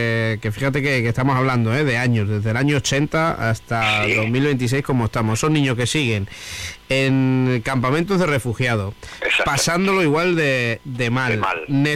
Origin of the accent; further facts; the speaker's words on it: Extremadura, Spain; nosotros venimos de Extremadura, que hace calor